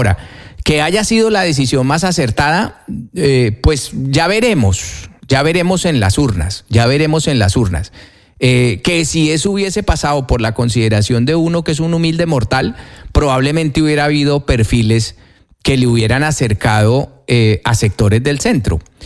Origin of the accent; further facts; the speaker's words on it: Colombia; nosotros somos colombianos porque pertenecemos a un país que se llama Colombia